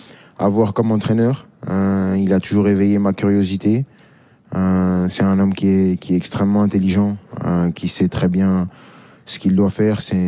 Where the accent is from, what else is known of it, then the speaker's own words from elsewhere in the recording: France; Même si moi je suis né en France et j'ai tout fait en France, j'ai jamais coupé le lien avec mes racines, avec mes origines.